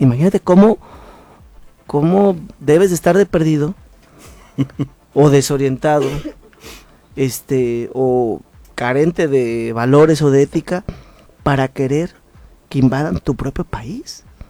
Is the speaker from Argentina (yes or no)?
no; Mexico; como mexicano, pues yo sí estoy con la presidenta